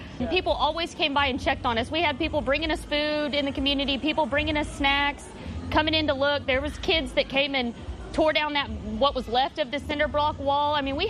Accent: Deer Park, Texas, United States; I grew up in Deer Park.

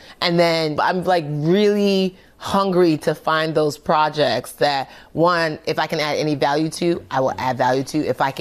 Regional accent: Nigeria; And I was like, how do I do that? I'm Nigerian.

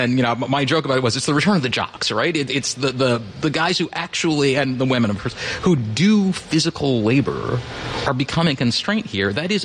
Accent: Rockville, Maryland, United States; born or raised there

